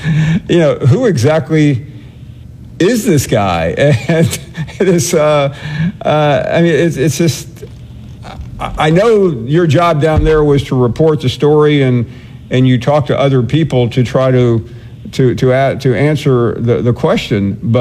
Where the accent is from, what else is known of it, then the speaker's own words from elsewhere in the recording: the South, United States; I mean, I'm from the South and I've lived here my whole life